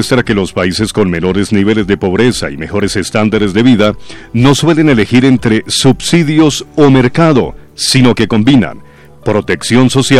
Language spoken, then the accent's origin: Spanish; Colombia